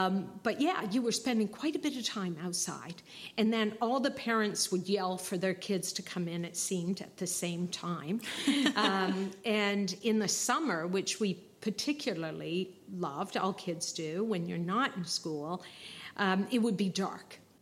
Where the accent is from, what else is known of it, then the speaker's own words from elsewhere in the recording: Woody Point, Newfoundland and Labrador, Canada; I was born in Woody Point. Actually, I was born in Norse Point, and I grew up in Woody Point, and I was born in 1961.